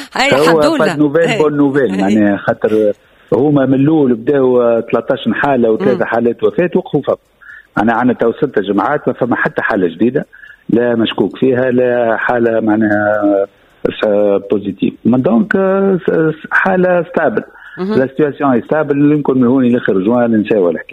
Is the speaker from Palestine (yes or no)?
no; Tunisia; عندنا في تونس